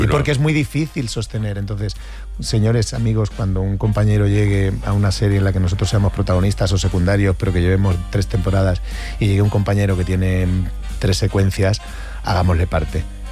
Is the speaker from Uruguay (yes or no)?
no; Getafe, Community of Madrid, Spain; Yo vengo de Getafe.